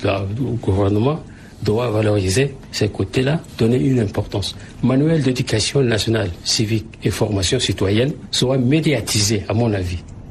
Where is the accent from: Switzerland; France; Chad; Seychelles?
Chad; Bardaï, Tibesti; Moi, j'ai dit, moi, je suis Tchadien. Je suis de Bardaï, j'ai dit, moi, je suis Tchadien.